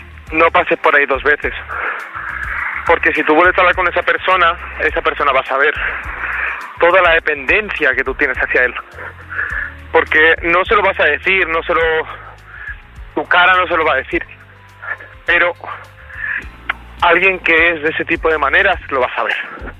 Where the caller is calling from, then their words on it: Madrid, Community of Madrid, Spain; Soy corresponsal de Madrid